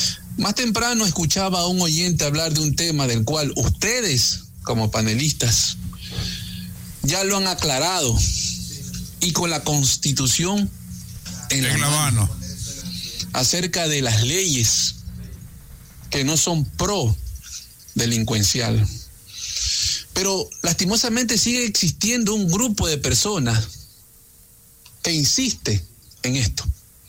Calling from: Ecuador; el problema somos nosotros los ecuatorianos.

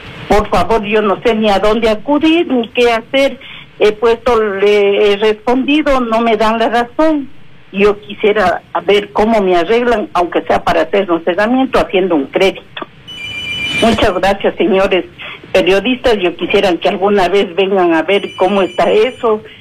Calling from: Sangolquí, Pichincha, Ecuador; Soy de aquí, de San Golquí.

